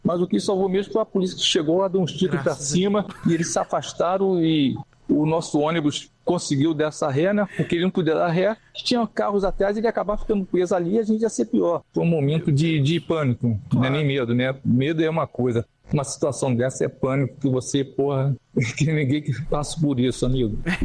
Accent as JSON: {"language": "Portuguese", "region": "Rio de Janeiro", "country": "Brazil", "said": "Sou aqui do Rio de Janeiro, né?"}